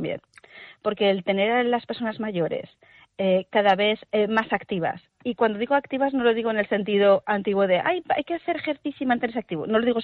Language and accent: Spanish; Spain